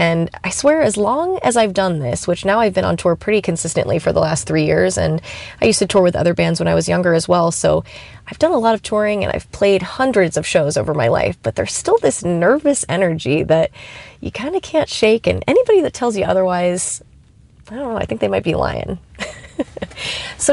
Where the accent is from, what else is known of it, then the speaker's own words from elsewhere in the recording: Akron, Ohio, United States; I play drums in … I'm also from Akron, Ohio, although I happen to be quite far from home right now because my band is on tour.